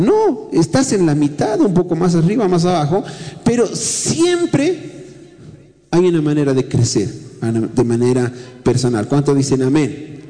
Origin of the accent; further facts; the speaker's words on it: La Paz, Bolivia; sí, somos de La Paz, estamos viniendo.